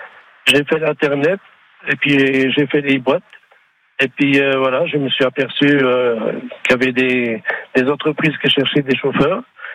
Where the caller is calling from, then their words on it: Valentigney, Bourgogne-Franche-Comté, France; Alors, je téléphone depuis Valentinier.